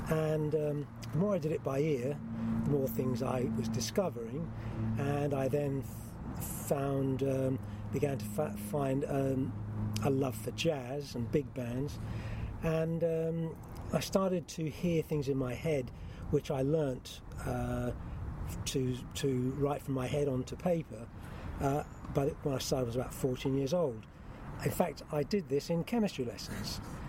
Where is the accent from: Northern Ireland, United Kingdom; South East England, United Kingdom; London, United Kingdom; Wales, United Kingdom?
South East England, United Kingdom; Slough; And I was born in Slough